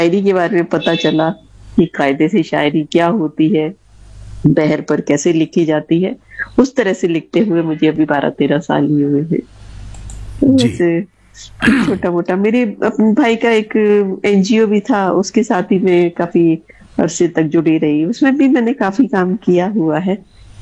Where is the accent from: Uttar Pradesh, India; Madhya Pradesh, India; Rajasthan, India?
Madhya Pradesh, India; Gwalior; moved away as an adult; also born or lived in Mumbai; now in Bangalore, India; मैं वैसे बेसिकली ग्वालियर मध्य प्रदेश की ही रहने वाली हूँ। मेरी अपब्रिंगिंग मध्य प्रदेश में ही हुई है, लेकिन मेरे जो पेरेंट्स हैं वो दिल्ली वाले हैं, पुरानी दिल्ली के, तो वहां से थोड़ा सा उर्दू का टच मेरी जुबान में आया।